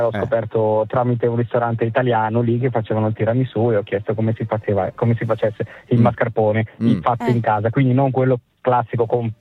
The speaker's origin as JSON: {"language": "Italian", "town": "Cormano", "region": "Lombardy", "country": "Italy", "tie": "born or raised there", "moved": "as an adult", "lives_now": "Monza, Italy", "said": "ho scritto Milano perché sono nato e cresciuto vicino a Cormano, però mi sono trasferito da poco a Monza con la mia ragazza."}